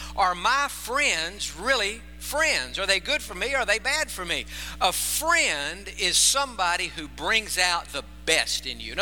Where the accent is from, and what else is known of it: Tennessee, United States; born or raised there